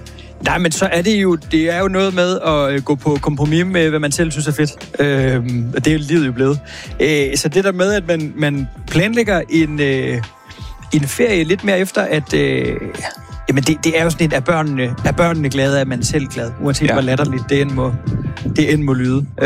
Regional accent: Hirtshals, North Denmark Region, Denmark; moved away; Jeg er fra Hirtshals, og det er jo Vesterhavet, og det er også mange gode spisesteder. Altså sådan en by, man er glad for at komme fra

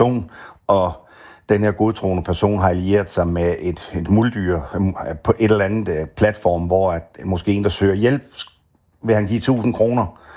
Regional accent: Region of Southern Denmark, Denmark; Ja, nu kan man sige, nu er jeg jo Fynbo. Vi stikker lige en finger i jorden en gang imellem, tænker jeg.

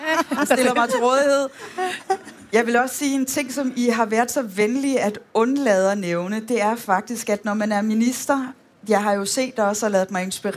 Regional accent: Aarhus, Central Denmark Region, Denmark; Som sagt, jeg er jo aarhusianer, når jeg kommer tilbage til min gamle hjemby og ser, hvad der er skudt op.

